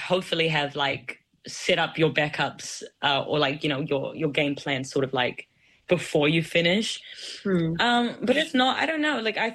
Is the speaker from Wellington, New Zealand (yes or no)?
no; Auckland, New Zealand; I haven't done it yet here, but I think it's also because, like, I grew up in Auckland.